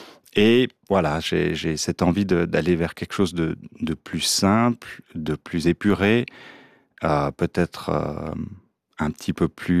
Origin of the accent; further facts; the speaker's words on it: Chalais, Valais, Switzerland; born there; En Valais, oui, c'est mon village natal.